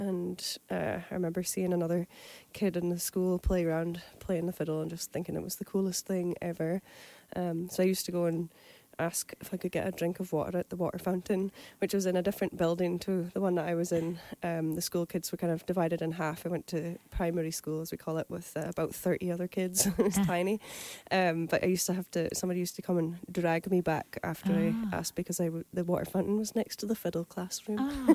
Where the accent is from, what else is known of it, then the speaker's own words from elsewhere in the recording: Orkney, Scotland, United Kingdom; I grew up in Orkney, which is an archipelago in the north of Scotland.